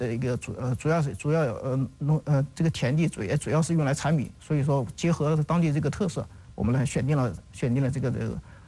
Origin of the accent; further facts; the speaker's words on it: Anhui, China; 我们安徽这边